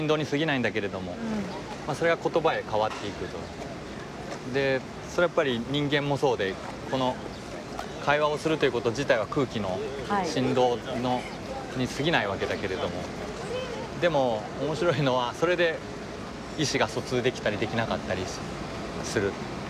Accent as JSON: {"language": "Japanese", "region": "Shimane", "country": "Japan", "accent": "Izumo dialect", "said": "私もまあ出雲弁と、うん、その標準語のバイリンと関西弁の、はい、なんか変な混ざってる喋り方をしますが"}